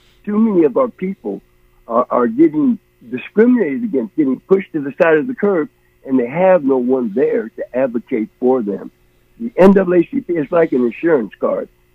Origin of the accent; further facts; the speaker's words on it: Seattle, Washington, United States; I was born and raised in Seattle. I'm a projects kid coming out of High Point.